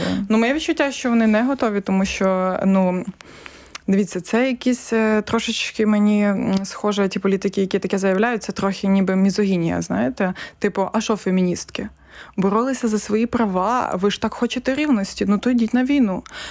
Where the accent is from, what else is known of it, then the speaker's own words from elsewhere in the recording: Volyn Oblast, Ukraine; там я з Волинської області теж ми аналізували, скільки жінок голів громад